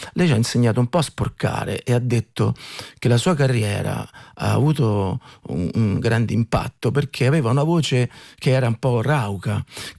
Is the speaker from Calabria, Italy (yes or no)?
no; Civitavecchia, Lazio, Italy; accent: Lazio (laziale) cadence; also born or lived in Rome; laziale nel senso sono di Civitavecchia e poi ho vissuto a Roma e quindi chiaramente si sente, no, questa appartenenza in certi momenti, in certi spettacoli, quando parlo si sente che non sono di Vicenza o siciliano.